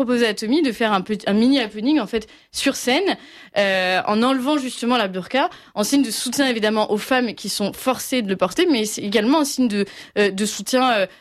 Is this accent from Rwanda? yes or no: no; France; accent: French accent (in English); Vous verrez mon accent français, franglais